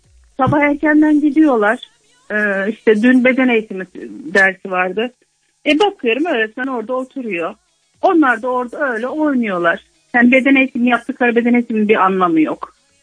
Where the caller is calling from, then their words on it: Antalya, Turkey; Ben Antalya'dan arıyorum.